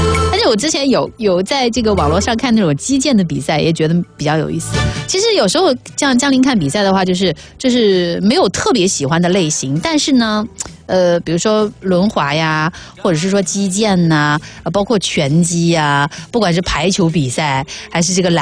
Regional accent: China; 我们是中国人

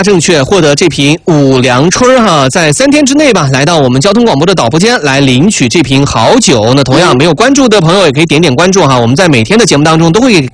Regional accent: Xinjiang, China; accent: Xinjiang Hui dialect; 就是我们新疆回族人的那种土话，然后就用我爸那种方式，因为我爸每次就是那种新疆话，

